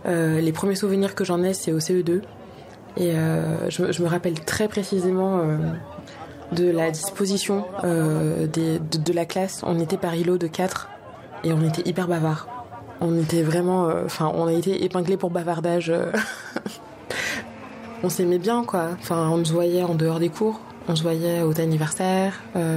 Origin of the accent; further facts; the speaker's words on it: Cayenne, French Guiana; Je suis née à Cayenne, en Guyane. J'ai été scolarisée à l'externat Saint-Joseph. Et ouais, j'y ai passé du cours élémentaire jusqu'au baccalauréat.